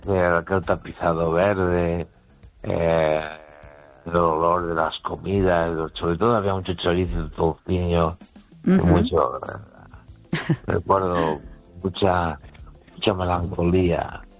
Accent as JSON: {"language": "Spanish", "region": "Galicia", "country": "Spain", "tie": "born or raised there", "said": "Están los Peares, donde nació Feijó, por cierto. Y yo conozco mucha gente de Tanaka Feijó. Y mi pueblo está a unos 9 kilómetros o 8 de los Peares."}